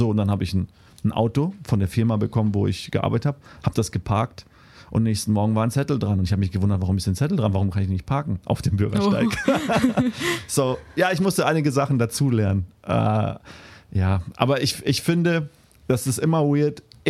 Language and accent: German; Namibia; Meine Heimat ist Namibia und wird auch immer Namibia sein. Also Namibia ist so tief in mein Herzen eingegangen. Du kannst mich aus Namibia nehmen, aber du kannst Namibia nicht aus mir nehmen.